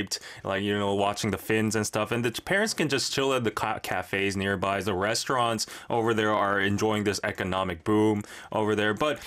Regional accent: Busan, South Korea; I'm originally from Busan

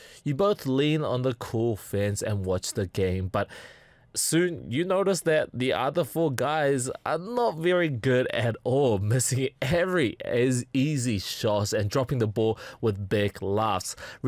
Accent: New Zealand; I never played basketball because I was a small Asian kid amongst all the tall, you know, Kiwis in New

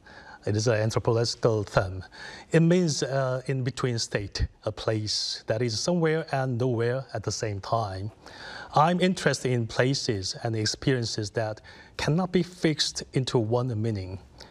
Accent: South Korea

